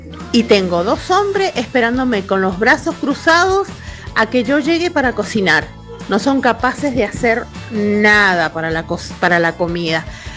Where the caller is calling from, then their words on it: Villa Luzuriaga, Buenos Aires Province, Argentina; de Luzuriaga.